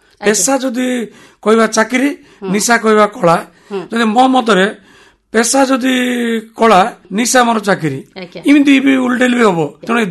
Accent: Rayagada, Odisha, India; ମୋ ପ୍ରକୃତରେ ମୋ ଘର ହେଉଛି ରାୟଗଡ଼ା, ରାୟଗଡ଼ାରେ ମୁଁ ରହେ।

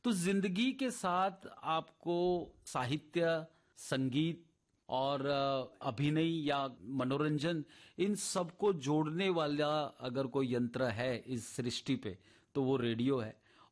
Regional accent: Ahmedabad, Gujarat, India; वो हमारे अहमदाबाद में ही, अहमदाबाद हमारा जो एक मोहल्ला है, जो हमारा गांव है छारा नगर गांव, तो वहां पर रहते थे।

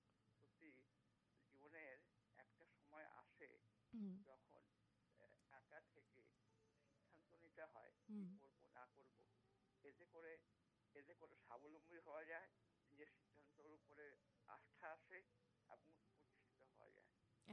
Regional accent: Rourkela, Odisha, India; born there; moved away as an adult; also born or lived in Krishnanagar; আমারও সেখানে লেখাপড়া সব কিছু, 26টা বছর আমি উড়িষ্যা লালকালায় ছিলাম, এখানে আসতাম, কিন্তু ওখানেই আমার সবকিছু।

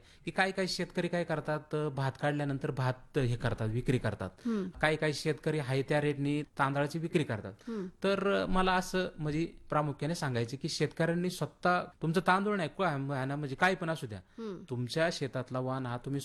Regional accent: Maharashtra, India; आमचा मावळ तालुका पर्यटन स्थळ म्हणून जवळजवळ असं घोषित झालेलं आहे.

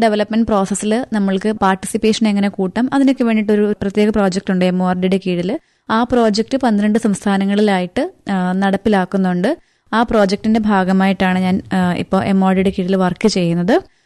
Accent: Thiruvananthapuram, Kerala, India; ഞാൻ കേരളത്തിൽ നിന്നാണ് വരുന്നത്. കേരളത്തിൽ തിരുവനന്തപുരത്ത് നിന്നാണ് ഞാൻ വരുന്നത്.

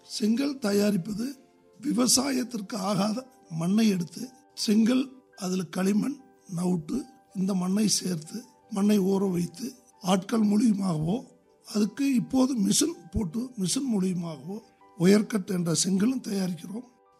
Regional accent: Bhavani, Tamil Nadu, India; ஈரோடு அருகில் பவானி.

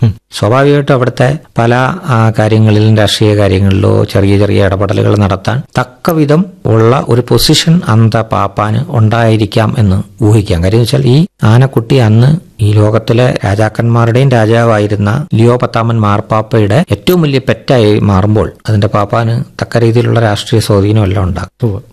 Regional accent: Kerala, India

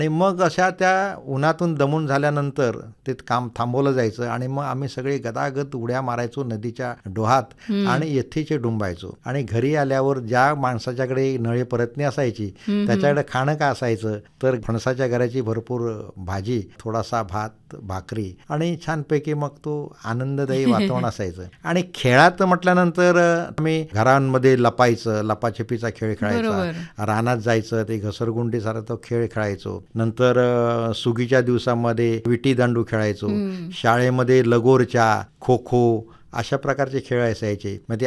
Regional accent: Ringane, Maharashtra, India; रत्नागिरी जिल्ह्यातल्या लांजा तालुक्यातील सह्याद्री पायथ्याशी असलेल्या रिंगणे गावात माझा जन्म झाला. ज्या काळात माझा जन्म झाला त्यावेळेला गाव अक्षरशः बेटासारखं होतं.

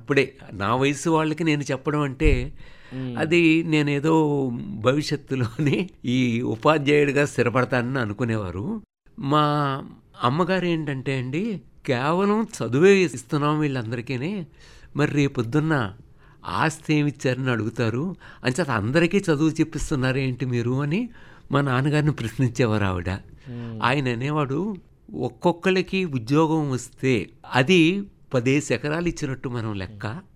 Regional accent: Pasalapudi, Andhra Pradesh, India; born or raised there; also born or lived in Ramachandrapuram

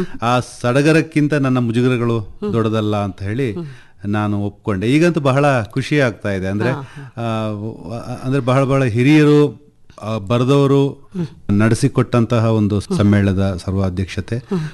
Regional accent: Suntikoppa, Karnataka, India; moved away; ನಮ್ಮೂರಲ್ಲಿ ಹುಟ್ಟಿ ಬೆಳೆದ ಹುಡುಗ ನಮ್ಮೂರಲ್ಲಿ ನಡೀತಾ ಇರುವ ಜಿಲ್ಲಾ ಕನ್ನಡ ಸಾಹಿತ್ಯ ಸಮ್ಮೇಳನದ ಅಧ್ಯಕ್ಷ ಆದ

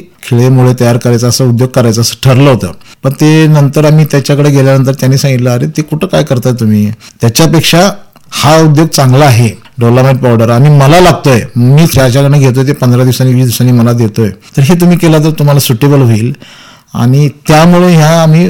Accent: Dudhegaon, Maharashtra, India; मी मूळचा दुधेगाव या गावचा असून कवठेमंगळ तालुक्यामध्ये शेवटचं दुधेगाव हे गाव आहे.

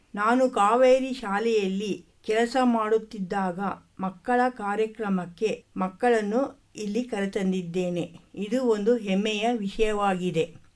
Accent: Bangalore, Karnataka, India; ನಾನು ಬೆಂಗಳೂರಿಂದ ಬಂದಿದ್ದೇನೆ.

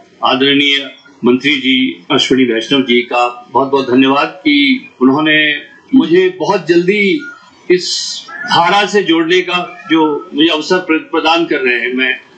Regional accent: Uttarakhand, India; मैं उत्तराखंड से हूँ

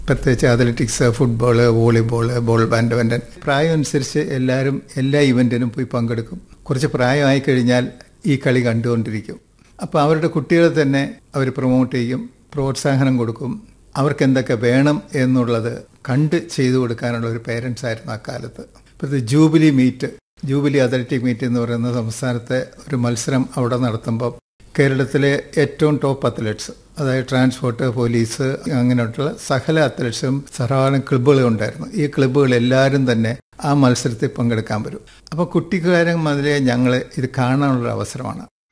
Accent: Pala, Kerala, India; ഞാൻ ജനിച്ചു വളർന്നത് പാലായിലാണ്. കായിക മേഖലയ്ക്കും കാർഷിക മേഖലയ്ക്കും ഏറ്റവും വലിയൊരു സംസ്കാരം ഉള്ള ഒരു പ്രദേശം കേരളത്തിലെ smallest university, I mean municipality ആയിരുന്നു, മീനച്ചിലാറിൻ്റെ കരയിൽ.

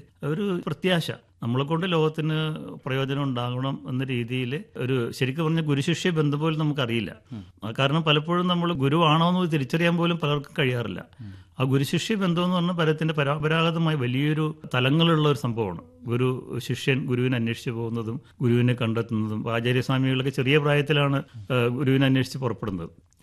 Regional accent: Ernakulam, Kerala, India; അത് ഞാൻ പഠിച്ചതും വളർന്നതും ഒക്കെ എറണാകുളമാണ് എൻ്റെ നഗരം.

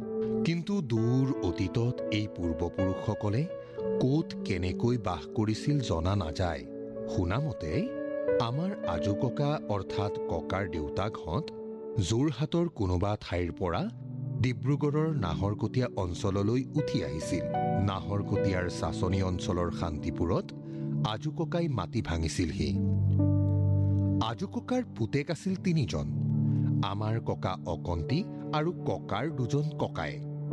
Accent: Tongna Nagaon, Assam, India; born there; মোৰ জন্ম হৈছিল অসম অৰুণাচল সীমান্তৰ কৈলাশপুৰৰ টঙনা নগাঁও নামৰ গাঁৱত। মানুহে আমাৰ গাঁওখন বেতনী গাঁও বুলিছিল।

